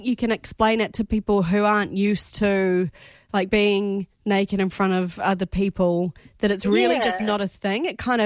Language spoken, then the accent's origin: English; Nelson, New Zealand; well, I grew up in a normal... I grew up in Nelson, but we went to like